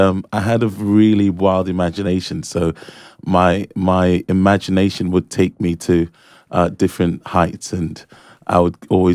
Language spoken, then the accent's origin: English; Ghana; now in United Kingdom; My earliest memory growing up in Ghana